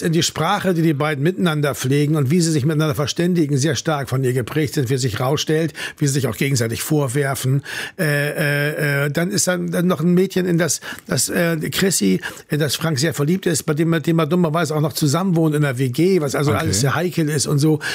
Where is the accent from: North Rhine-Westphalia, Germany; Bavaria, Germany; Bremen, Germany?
Bremen, Germany; moved away as an adult; weil ich ja mit 19 oder so schon weggegangen bin aus Bremen